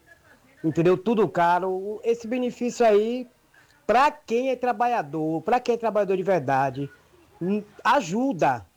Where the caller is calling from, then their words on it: Barro Preto, Bahia, Brazil; de Barro Preto.